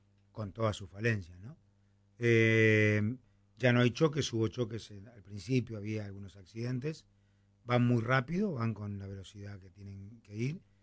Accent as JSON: {"language": "Spanish", "country": "Argentina"}